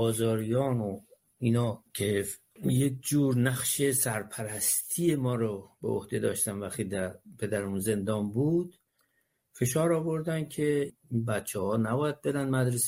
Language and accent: Persian; Tehran, Tehran Province, Iran; من متولد 4 آبان 1333 در جنوب تهران توی خیابان امیریه محله قلعه وزیر در یک خونه نسبتاً محقری به دنیا اومدم. زندگیمون ابتدا مثل همه بچه ها، البته محله ما یه محله نسبتاً سنتی مخلوطی بود، از همه جور آدمی تو اون محل بود